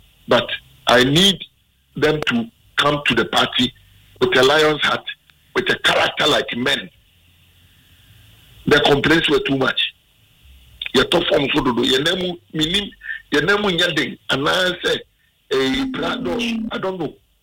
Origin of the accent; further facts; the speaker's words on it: Ghana; And as a coach, as a Ghanaian.